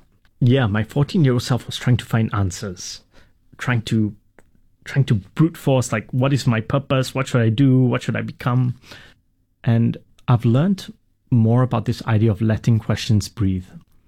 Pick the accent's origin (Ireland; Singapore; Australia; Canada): Singapore; I'm not sure if it's my personality or because I grew up in Singapore, but my tendency is to be very solutions-oriented.